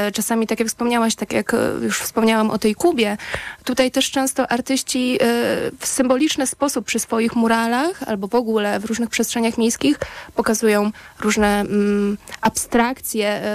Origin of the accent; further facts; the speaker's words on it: Słupsk, Pomeranian Voivodeship, Poland; Ja pochodzę ze Słupska